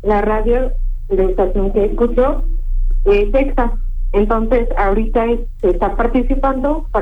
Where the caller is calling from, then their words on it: Mexico City, Mexico; Ciudad de México